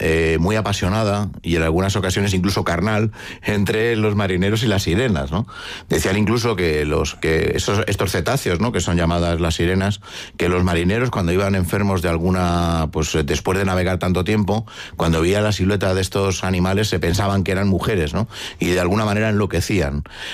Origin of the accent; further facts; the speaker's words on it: Cantabria, Spain; Siendo cántabros, ¿no?